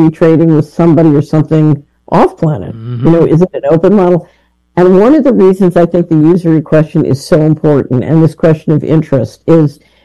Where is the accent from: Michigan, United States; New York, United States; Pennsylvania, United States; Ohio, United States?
Pennsylvania, United States; Philadelphia; yeah, I grew up in West Philadelphia.